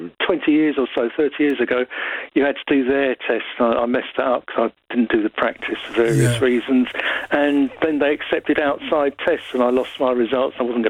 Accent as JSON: {"language": "English", "town": "Finchley", "region": "London", "country": "United Kingdom", "tie": "born or raised there", "said": "I grew up in Finchley with the outdoor swimming pool."}